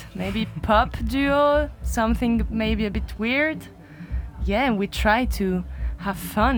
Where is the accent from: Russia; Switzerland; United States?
Switzerland; Valais; now in Lausanne, Switzerland; And we live in Lausanne. I'm from Valais, but I live in Lausanne now.